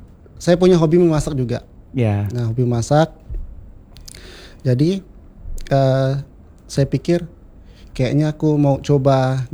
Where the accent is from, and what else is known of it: Pontianak, West Kalimantan, Indonesia; moved away